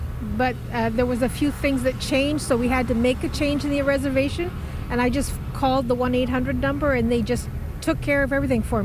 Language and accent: English; Ontario, Canada; We're from Laving, Ontario. It's a small town in northern Ontario.